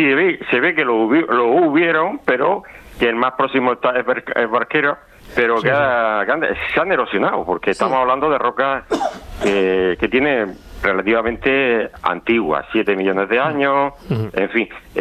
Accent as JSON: {"language": "Spanish", "town": "Molina de Segura", "region": "Region of Murcia", "country": "Spain", "said": "Yo soy de Molina de Segura."}